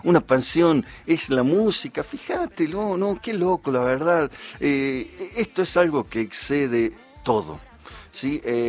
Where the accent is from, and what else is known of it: Argentina